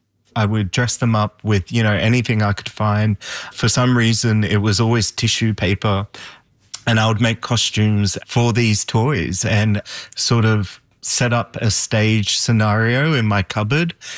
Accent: Australia; Definitely, yeah. We you know, apart from the Persian rugs everywhere, we had the artworks and just the decor, but just the way of being, right?

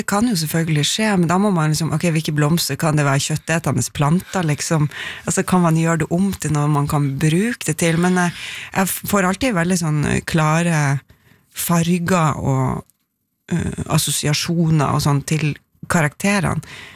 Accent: Tverlandet, Nordland, Norway; Du kødder ikke med folk fra Tverlandet.

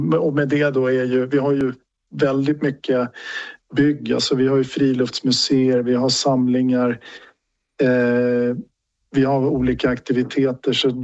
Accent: Sweden; Men jag är då uppväxt i Sverige med den bakgrunden och det är ju en minoritet i Sverige

